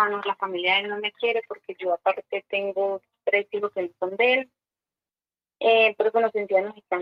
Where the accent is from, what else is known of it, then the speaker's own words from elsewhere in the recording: Venezuela; now in Colombia; él es de Colombia y yo soy venezolana, llevo 5 años acá en Colombia.